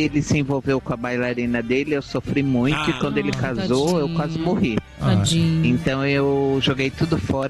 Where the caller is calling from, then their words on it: São Paulo, Brazil; sou de São Paulo, eu tô no trabalho.